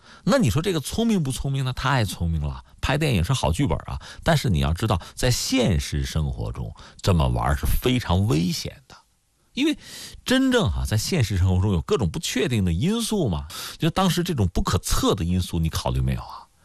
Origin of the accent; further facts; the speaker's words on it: China; 咱们中国人